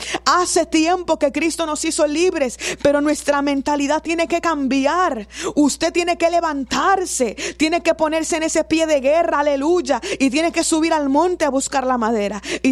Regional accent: Río Bravo, Tamaulipas, Mexico; Yo soy de Río Bravo, aleluya.

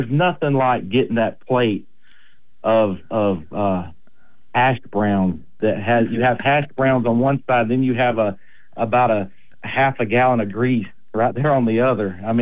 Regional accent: Vidalia, Georgia, United States; moved away; But I grew up where back in Lyons and Vidalia, we didn't have Waffle House.

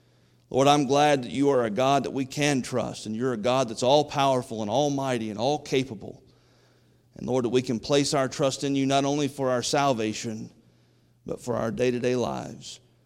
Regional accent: United States; I'm just an American American.

